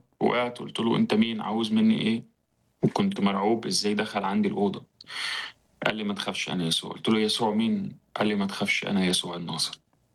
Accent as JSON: {"language": "Arabic", "country": "Egypt", "tie": "born there", "said": "وأنا اتولدت في مصر من خلفية إسلامية سنية"}